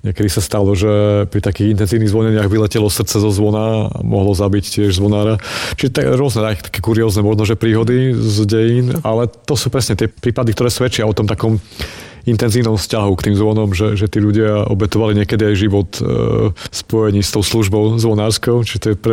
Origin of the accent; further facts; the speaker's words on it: Košice, Košice Region, Slovakia; Ja som mal to šťastie ako Košičan, že som vtedy končil vysokú školu v Trnave, univerzitu na histórii